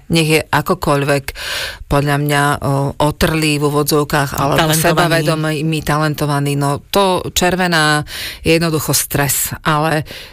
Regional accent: Bratislava, Bratislava Region, Slovakia; accent: Bratislava dialect; ja som bola také dievča tuto z Bratislavy

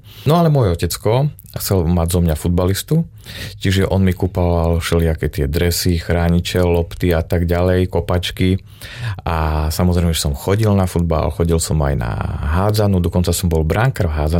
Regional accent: Jenkovce, Košice Region, Slovakia; v mojej rodnej dedine, to je okres Sobrance, veľmi ďaleko na východnom Slovensku, to je dedina Jenkovce

